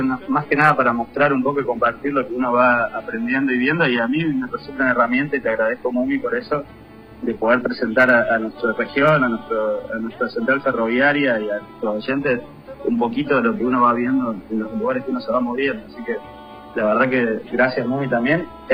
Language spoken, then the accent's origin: Spanish; Córdoba, Argentina; el laburo que uno viene haciendo desde Córdoba.